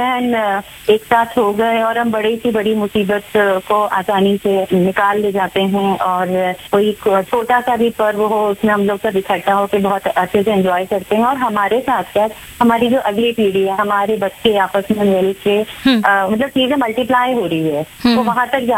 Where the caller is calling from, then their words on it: Raipur, Chhattisgarh, India; मैं यहाँ रायपुर छत्तीसगढ़ से हूँ जैसा कि मैंने बताया